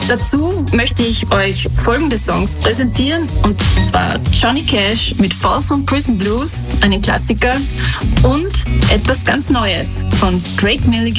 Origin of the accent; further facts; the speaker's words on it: Bad Ischl, Upper Austria, Austria; Bad Ischl ist der Ort, wo ich herkomme, in Österreich, im Salzkammergut.